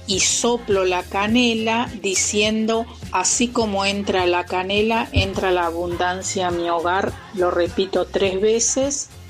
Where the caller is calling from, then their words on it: Florencio Varela, Buenos Aires Province, Argentina; de Florencio Varela